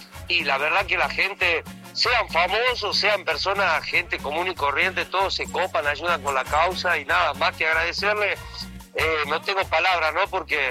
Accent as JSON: {"language": "Spanish", "region": "Salta", "country": "Argentina", "said": "momento estoy solo, pero tengo acá en el parking, se llama el estacionamiento acá de los vehículos, somos tres salteños más."}